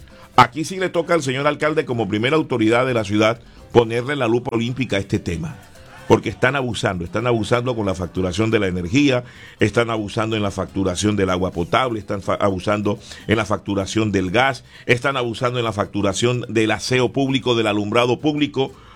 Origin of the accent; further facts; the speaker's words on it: Caribbean Region, Colombia; now in Cúcuta, Colombia; Hijo de la Real República del Caribe colombiano, pero cucutoche por adopción.